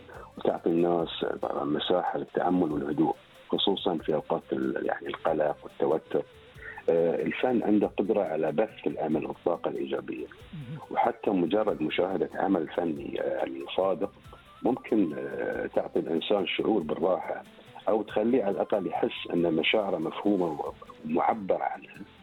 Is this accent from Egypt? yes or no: no; Bahrain